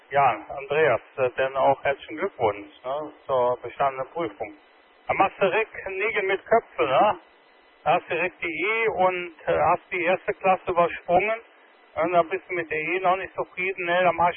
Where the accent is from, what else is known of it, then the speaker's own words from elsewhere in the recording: Bedburg, North Rhine-Westphalia, Germany; bin portabel in der Nähe von meinem Heimatort, das ist Bedburg Erft, bin ich zurzeit.